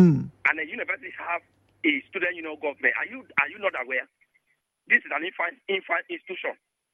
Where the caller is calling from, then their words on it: Bori, Ogoni, Rivers, Nigeria; I'm calling you from Borogoni.